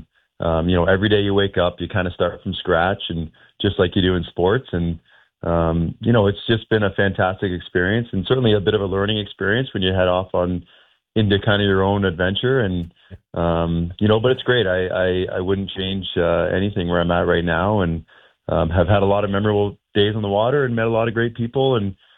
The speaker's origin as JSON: {"language": "English", "town": "Peterborough", "region": "Ontario", "country": "Canada", "tie": "born or raised there", "lives_now": "Ottawa, Canada", "said": "I grew up in around Peterborough with a ton of lakes around there."}